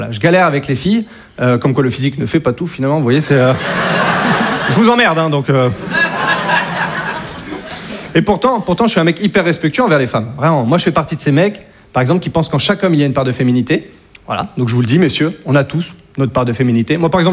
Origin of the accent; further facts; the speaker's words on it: Hauts-de-France, France; parce que chez moi, en Picardie, voilà, entre voisins, franchement, il y a une bonne ambiance.